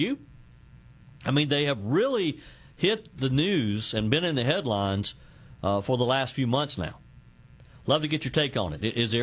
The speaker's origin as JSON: {"language": "English", "region": "South Carolina", "country": "United States", "tie": "born or raised there", "said": "A county here in my home state of South Carolina, Oconee County, their county council has voted to remove them from the county."}